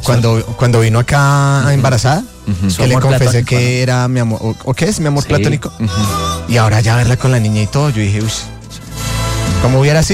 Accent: Cartagena, Bolívar, Colombia; Y hablar con ustedes, pues creo que no se entendería nada. Soy de Cartagena.

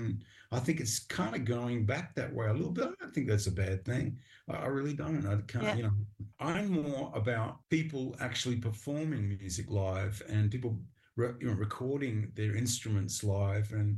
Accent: Perth, Western Australia, Australia; I remember very clearly, you know, as a little kid growing up in Perth in Western Australia, Mum gave me a little transistor radio

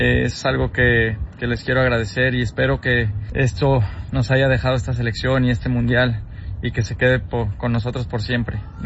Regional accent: Mexico; Es un orgullo para mí como mexicano ver cómo otros países se expresan de México

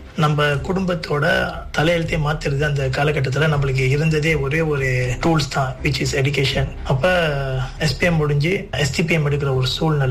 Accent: Seberang Jaya, Penang, Malaysia; பிறந்தது வளர்ந்தது எல்லாமே சப்ராங் ஜயா பிராய் பினாங் என்ற இடத்துல தான்.

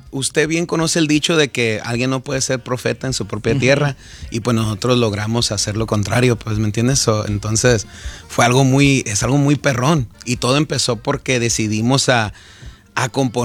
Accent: Compton, California, United States; pero yo soy aquí de Campton.

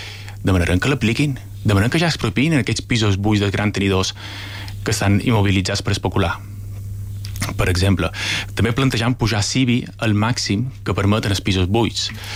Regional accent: Balearic Islands, Spain; Com a mallorquí

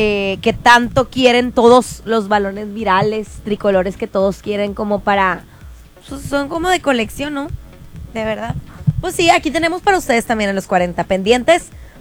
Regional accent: Mexico; Nos describió perfectamente de cómo somos acá en México, cómo somos los mexicanos, cómo disfrutamos

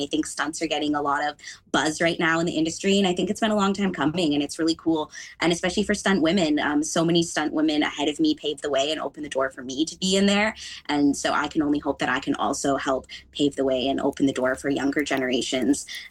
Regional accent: Canada; And I feel really proud as a Canadian too.

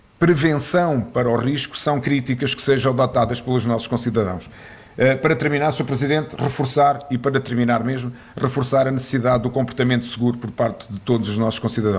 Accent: Portugal; enquanto cidadãos, enquanto portugueses

